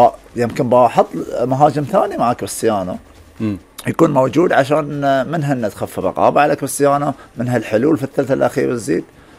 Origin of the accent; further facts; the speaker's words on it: Bahrain; احنا كمنتخب بحريني